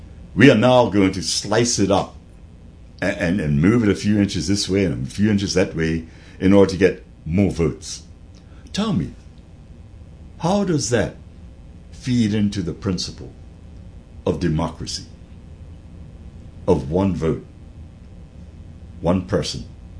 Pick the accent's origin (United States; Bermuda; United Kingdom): Bermuda; Hamilton Parish; because I'm from Hamilton Parish